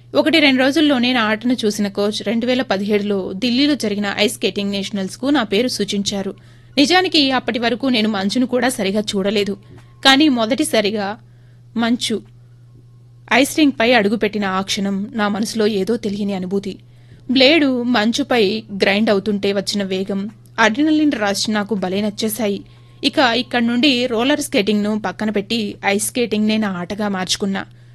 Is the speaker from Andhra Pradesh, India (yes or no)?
no; Motamarri, Telangana, India; మాది ఖమ్మం జిల్లా, బోనకల్లు మండలం, మోటమర్రి. … అమ్మ వీణ. కుటుంబ వ్యాపార రీత్యా మేమిక్కడ స్థిరపడ్డాం.